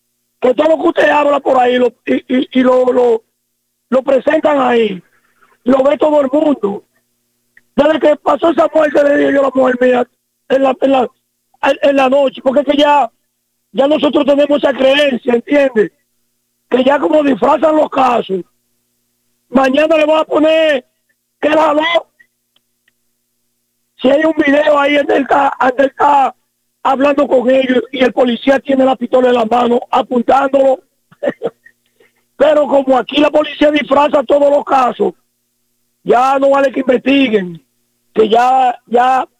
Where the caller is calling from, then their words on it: Dominican Republic; nosotros somos dominicanos y somos alegres